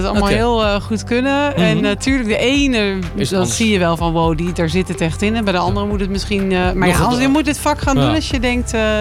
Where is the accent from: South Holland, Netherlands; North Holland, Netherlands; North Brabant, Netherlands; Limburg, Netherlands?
North Brabant, Netherlands; now in Amersfoort, Netherlands; ik kom uit Brabant.